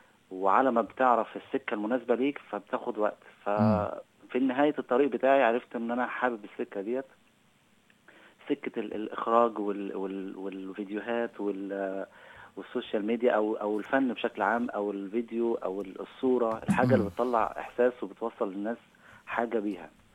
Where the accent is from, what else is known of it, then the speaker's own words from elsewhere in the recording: Cairo, Cairo Governorate, Egypt; also born or lived in Russia; انا اتولدت في مصر